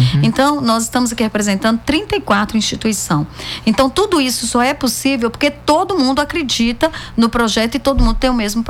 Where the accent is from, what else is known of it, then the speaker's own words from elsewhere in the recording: João Monlevade, Minas Gerais, Brazil; also born or lived in Nova Era; nasci em Nova Era, mas sou criada em João Molevade.